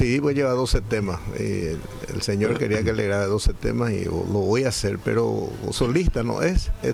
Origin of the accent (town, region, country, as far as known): Paraguay